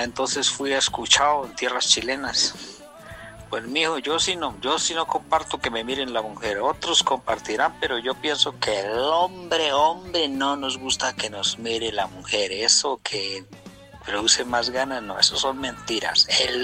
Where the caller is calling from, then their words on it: Bogotá, Colombia; yo soy de Bogotá, ¿sí? Aquí a un ladito de la ciudad, pero soy rolo.